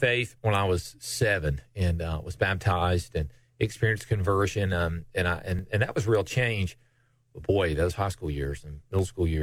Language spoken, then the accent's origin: English; Johnson City, Tennessee, United States; I grew up in Johnson City and went to East Tennessee State